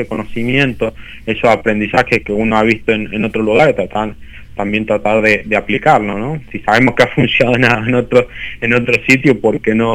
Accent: Argentina; Por ahí como argentino creemos que sabemos

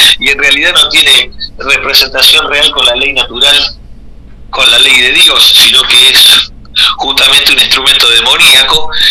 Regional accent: Argentina

